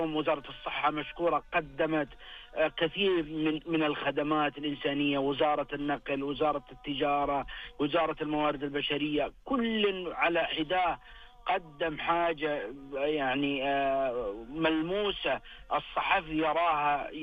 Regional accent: Saudi Arabia

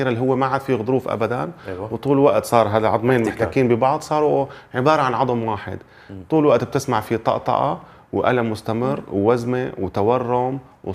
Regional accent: Syria; عندنا بسوريا

